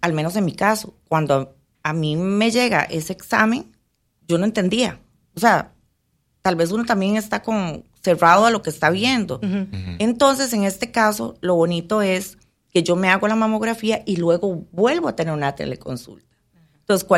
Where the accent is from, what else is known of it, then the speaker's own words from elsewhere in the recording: Costa Rica; now in Panama; Soy costarricense, pero vivo en Panamá. De hecho, amo Panamá